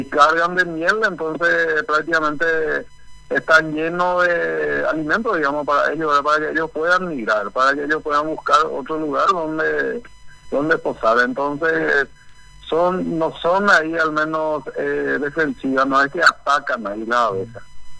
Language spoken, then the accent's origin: Spanish; Paraguay; nosotros al menos que somos paraguayos